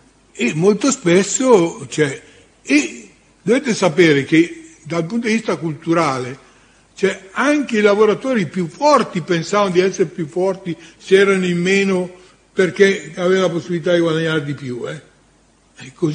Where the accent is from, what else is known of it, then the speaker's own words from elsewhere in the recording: Lombardy, Italy; visto che siamo lombardi tutti